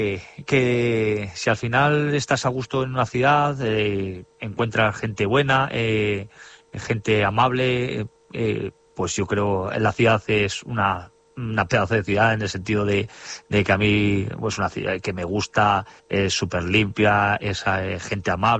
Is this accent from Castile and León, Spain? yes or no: yes; Salamanca, Castile and León, Spain; moved away as an adult; also born or lived in Vitoria; Sí, me volví a mi tierra. No era en principio la idea mía de quedarme a vivir en Salamanca. De hecho, mi idea era acabar viviendo en Vitoria.